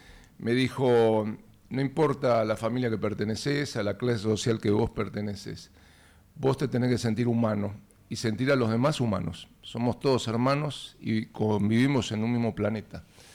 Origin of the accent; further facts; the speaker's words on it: La Plata, Buenos Aires Province, Argentina; yo soy platense